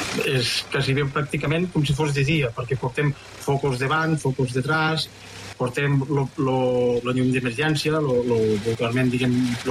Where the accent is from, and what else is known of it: Aitona, Catalonia, Spain